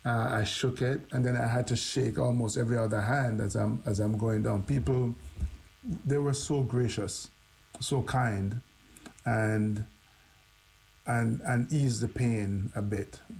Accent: Jamaica; it's okay because we're from Jamaica, tropical island

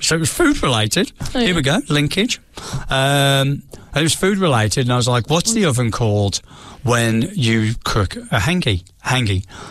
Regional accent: England, United Kingdom; now in New Zealand; I said, look, I'm English.

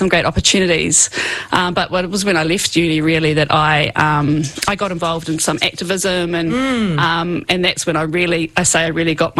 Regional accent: Masterton, Wellington, New Zealand; I was born in Masterton.

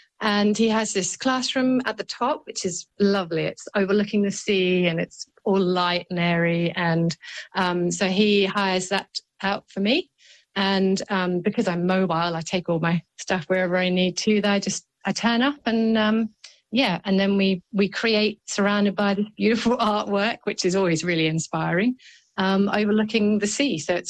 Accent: England, United Kingdom; moved away; growing up in England

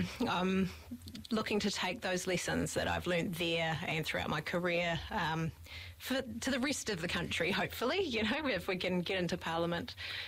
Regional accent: Upper Hutt, Wellington, New Zealand; now in Hawke's Bay, New Zealand; Yeah, well, I was born and raised in Upper Hutt.

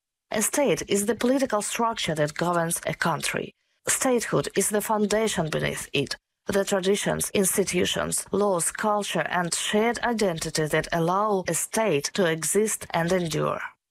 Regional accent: Ukraine; now in New Zealand; I grew up in Ukraine, where New Year has always been a winter celebration.

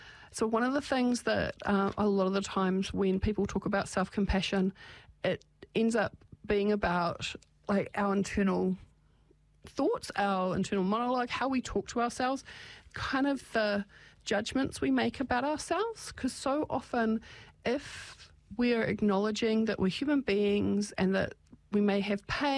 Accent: Australia; being Australian

